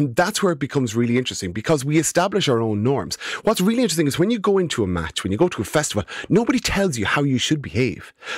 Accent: Ireland; we as Irish people

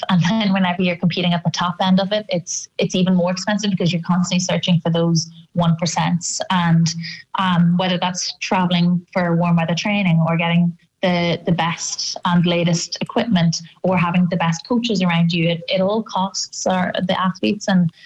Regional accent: Ireland; I think that as Irish people, we're fighters, we're really hard workers, and we have a lot of talent.

